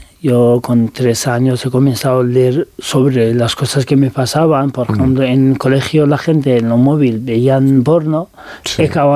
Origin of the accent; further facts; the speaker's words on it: Tehran, Tehran Province, Iran; Spanish is a second language; yo crecí en Teherán, los años de, en infancia mi familia mudaron a Teherán, pero nunca tuve el valor de volver y vivir ahí